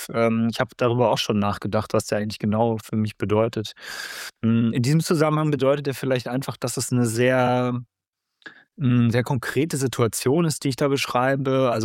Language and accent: German; Erfurt, Thuringia, Germany; also born or lived in Munich; Ich bin zeitweise in Erfurt aufgewachsen, dann wieder in München, habe später dann wieder in Leipzig studiert, also war immer zwischen beiden Kontexten.